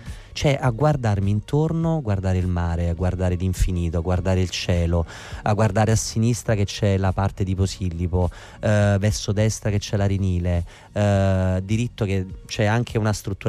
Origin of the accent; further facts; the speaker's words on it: Naples, Campania, Italy; Sono un napoletano atipico